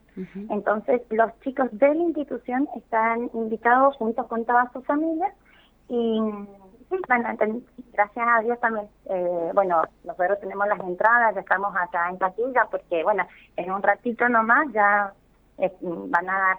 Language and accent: Spanish; Mendoza, Argentina